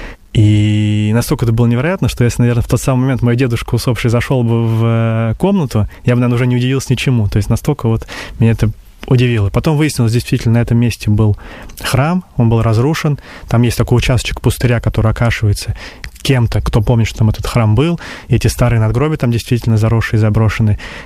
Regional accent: Inzhavino, Tambov Oblast, Russia; now in Moscow, Russia; я упоминаю, что я из Тамбовской области, он говорит: «О, из Тамбова откуда? Инжавина знаешь?» Я говорю: «Инжавина знаю, я оттуда родом».

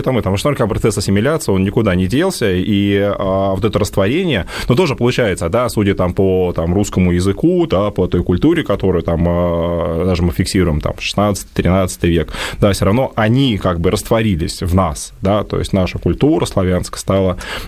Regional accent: Moscow, Russia; Она знает, что мы из Москвы.

